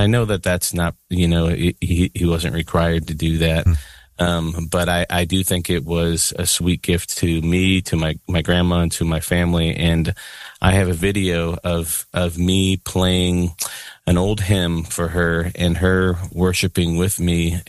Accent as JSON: {"language": "English", "region": "Illinois", "country": "United States", "tie": "born or raised there", "said": "I grew up in the Chicago suburbs my mom and dad were really young when they had me"}